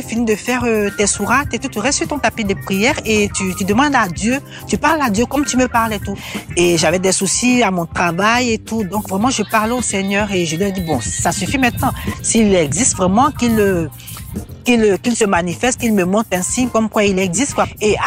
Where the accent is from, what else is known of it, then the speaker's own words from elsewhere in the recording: Côte d’Ivoire; now in France; je suis originaire de la Côte d'Ivoire. J'étais musulmane. Je viens d'une famille musulmane pratiquante. Et quand je suis venue en 90 en France